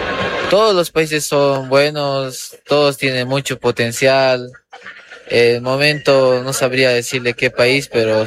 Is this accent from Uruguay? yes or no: no; La Paz, Bolivia; soy del departamento de La Paz.